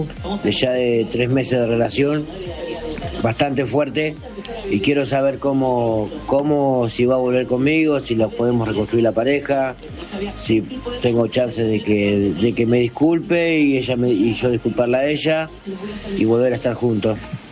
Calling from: La Plata, Buenos Aires Province, Argentina; de La Plata. Nací el 25/8/1978.

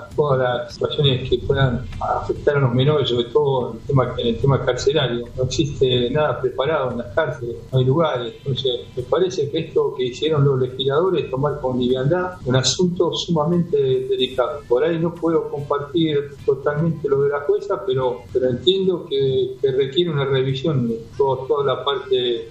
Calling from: Bahía Blanca, Buenos Aires Province, Argentina; de Bahía Blanca.

